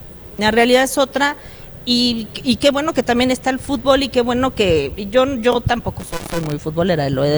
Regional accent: Mexico

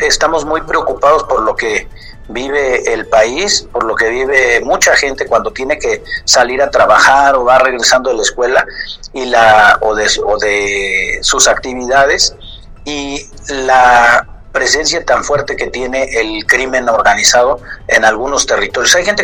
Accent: Mexico; somos todos los mexicanos

